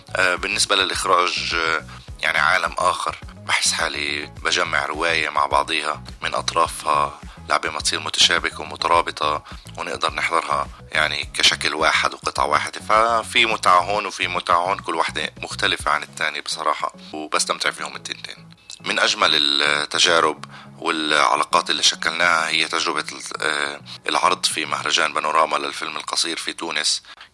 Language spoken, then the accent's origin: Arabic; Palestine; اللي إحنا بتعنينا كفلسطينية في حياتنا اليومية